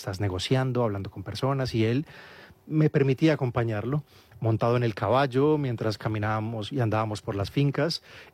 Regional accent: Medellín, Antioquia, Colombia; born there; also born or lived in Marinilla / Manizales / Turbo / Montería; yo nací en Medellín, después de eso mis padres se fueron a Marinilla, que es un, haz de cuenta como decir, vivo en la sierra, uh-huh. y ahí vivimos yo creo que los primeros años de mi vida.

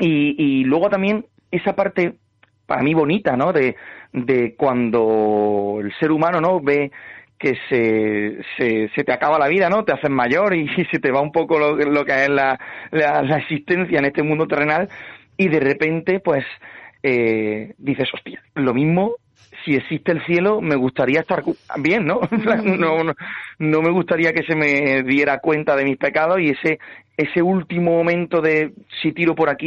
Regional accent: Andalusia, Spain; Y como actor español, ¿no? Como actor andaluz

